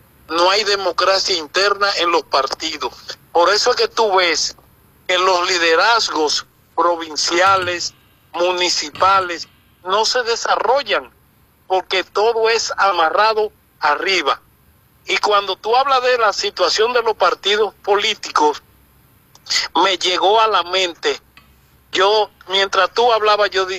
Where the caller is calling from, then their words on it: Dominican Republic